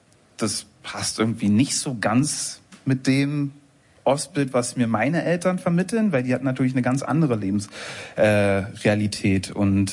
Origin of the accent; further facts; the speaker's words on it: East Germany, Germany; now in Berlin, Germany; weil ganz lange habe ich mich eben nicht als Ossi definiert oder so. Und ich frage mich auch, wann so richtig der Zeitpunkt kam. Wahrscheinlich auch, als ich dann nach Berlin gezogen bin